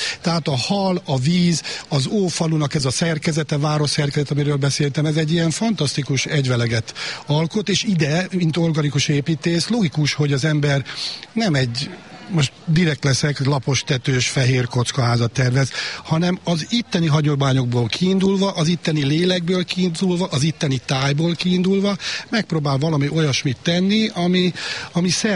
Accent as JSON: {"language": "Hungarian", "region": "Bakony", "country": "Hungary", "tie": "born or raised there", "lives_now": "Rácalmás, Hungary", "said": "Én bakonyi származású vagyok, és mindig onnan a víz mellé vágytam gyerekkoromban."}